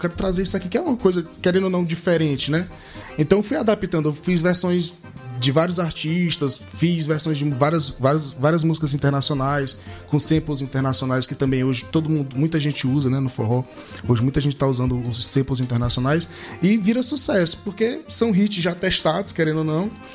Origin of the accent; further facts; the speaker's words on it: São João da Fronteira, Piauí, Brazil; moved away; Eu carrego muito, muito dentro de mim os costumes da minha cidade, da minha terra lá do Piauí.